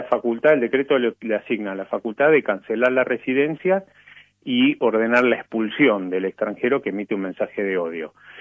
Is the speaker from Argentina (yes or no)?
yes; Argentina